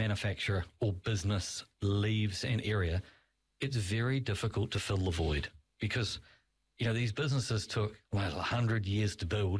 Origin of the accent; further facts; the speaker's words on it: Clive, Hawke's Bay, New Zealand; I was born in Clive, Whakatū. I grew up at a place called the Prickle Patch, which is on the corner heading to Clive.